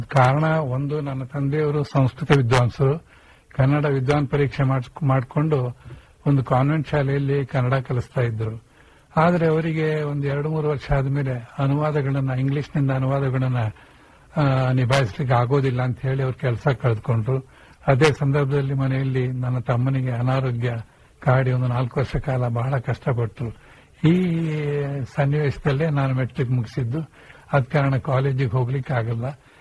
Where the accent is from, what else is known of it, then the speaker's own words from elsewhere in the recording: Udupi, Karnataka, India; now in Mumbai, India; ಆದರೂ ನನ್ನ ಬಾಲ್ಯ ದಕ್ಷಿಣ ಕನ್ನಡದಲ್ಲಿ. ನಾನು ಹುಟ್ಟಿದ್ದು ಉಡುಪಿಯಲ್ಲಿ ಸಂಪ್ರದಾಯಸ್ಥ ಕುಟುಂಬದಲ್ಲಿ.